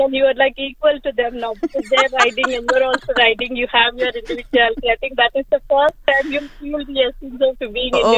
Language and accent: English; Hyderabad, Telangana, India; moved away; I was born and brought up in India, so I'm basically from Hyderabad.